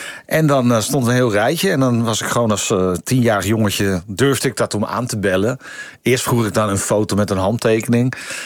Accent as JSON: {"language": "Dutch", "town": "Purmerend", "region": "North Holland", "country": "Netherlands", "tie": "born there", "said": "Ik ben geboren in Purmerend."}